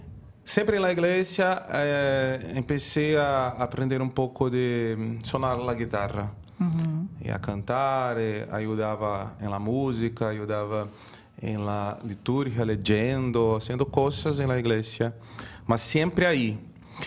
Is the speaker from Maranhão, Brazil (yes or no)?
no; Rio Branco, Acre, Brazil; Spanish is a second language; Entonces, soy de Brasil, de la ciudad de Río Branco, el estado do Acre, que es dentro de la selva amazónica.